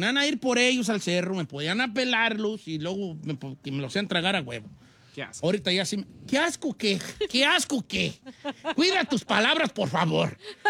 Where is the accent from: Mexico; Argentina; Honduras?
Mexico; Michoacán; Hasta yo que soy de Michoacán sí, voy a defender eso.